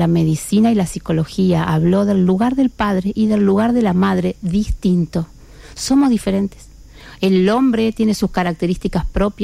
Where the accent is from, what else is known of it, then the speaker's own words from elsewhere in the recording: Colonia, Uruguay; nosotros somos de Colonia.